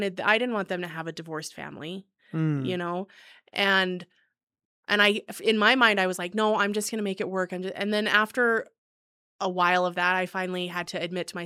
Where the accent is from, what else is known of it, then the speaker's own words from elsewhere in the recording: Cedar, United States; I'm from Cedar. I went to middle school.